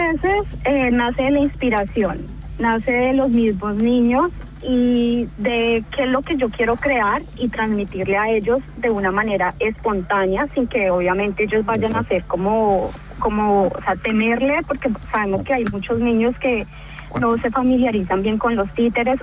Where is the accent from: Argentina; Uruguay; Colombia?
Colombia; moved away as an adult; now in Sydney, Australia; en mi país, Colombia.